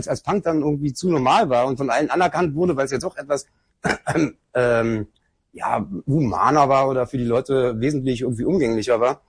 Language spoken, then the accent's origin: German; Berlin, Germany; Kreuzberger. Von. Ich bin in Kreuzberg groß geworden.